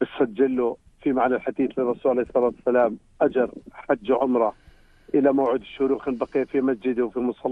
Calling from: Aqaba, Aqaba Governorate, Jordan

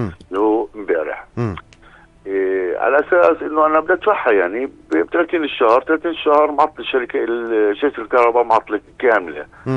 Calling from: Amman, Amman Governorate, Jordan

